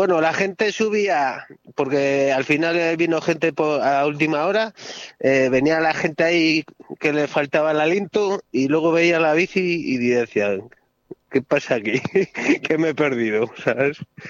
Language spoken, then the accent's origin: Spanish; Spain; cuando voy por ahí, cuando digo que soy de España, me dice, que he visitado Barcelona y me robaron.